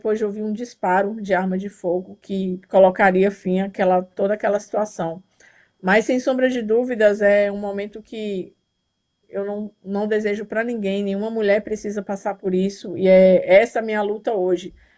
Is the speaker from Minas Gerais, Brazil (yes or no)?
yes; Teófilo Otoni, Minas Gerais, Brazil; moved away as an adult; also born or lived in Belo Horizonte, Minas Gerais; now in Pará, Brazil; eu sou mineira, estou aqui no estado do Pará, mas sou natural de Teoflotone, Minas Gerais, e vivi 20 anos aí em Belo Horizonte.